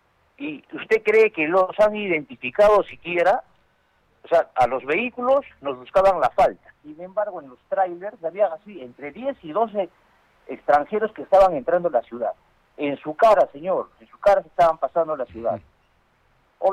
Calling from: La Joya, Arequipa, Peru; yo soy de La Joya

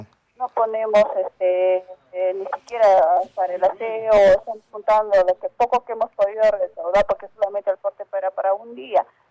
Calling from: Arequipa, Peru

